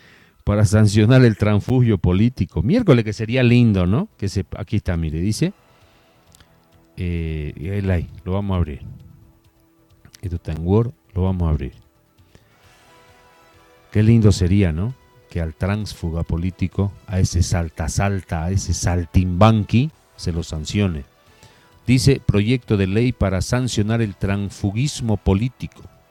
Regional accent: Vallegrande, Santa Cruz, Bolivia; Valle Grande se fundó como ciudad, como la ciudad de Jesús y Montesclaros, de los caballeros del Gran Valle Grande. Así se fundó mi ciudad.

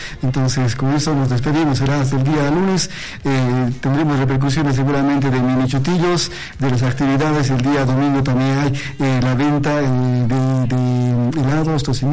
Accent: Potosí, Bolivia; somos potosinos y nos gusta nuestra cultura

